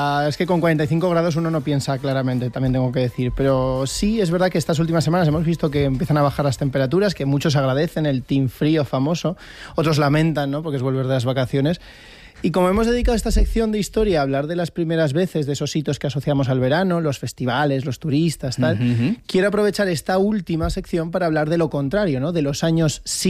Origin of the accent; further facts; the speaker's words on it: Zaragoza, Aragon, Spain; Mi paisana, una zaragozana, sí, lo reconozco.